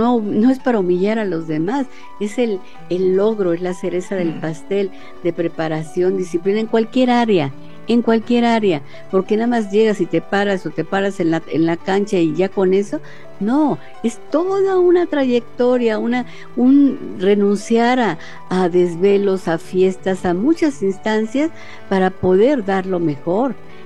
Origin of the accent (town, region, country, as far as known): Mexico